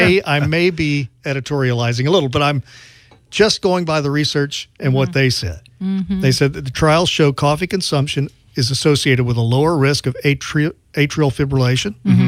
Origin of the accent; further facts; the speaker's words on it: Louisiana, United States; I'm from Louisiana.